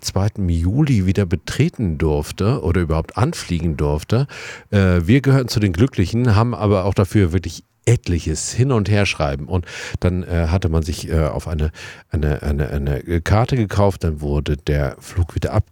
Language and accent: German; Mecklenburg-Vorpommern, Germany; weil wir gesagt haben, wir kommen aus Mecklenburg, was soll sein?